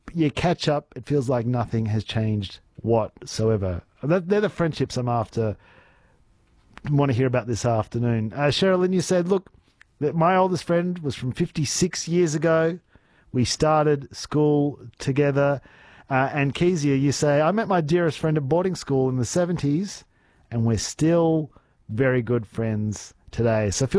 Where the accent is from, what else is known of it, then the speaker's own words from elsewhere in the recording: Chile; I knew them in primary school growing up in Chile.